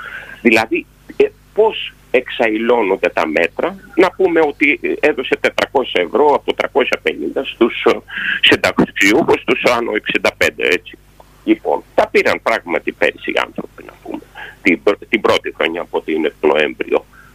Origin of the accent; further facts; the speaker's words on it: Central Greece, Greece; εγώ, επειδή είμαι Ρουμελιώτης και είμαστε δωρείς εμείς, έτσι.